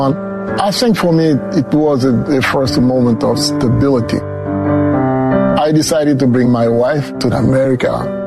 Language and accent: English; Côte d’Ivoire; now in United States; I came from the Ivory Coast. Being in the U.S., it was a big dream.